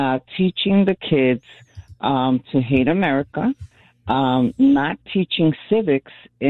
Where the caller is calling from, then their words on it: New York, United States; I'm a Bronx girl